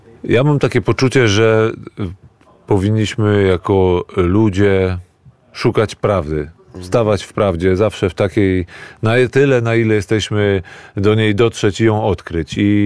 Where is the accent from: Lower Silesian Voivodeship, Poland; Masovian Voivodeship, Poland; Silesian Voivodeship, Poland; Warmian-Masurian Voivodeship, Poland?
Masovian Voivodeship, Poland; Warsaw; jako rodowity warszawiak, warszawianista, który do tej pory zakochany jest w tym mieście i jest to dla mnie taka naprawdę kolebka macierz.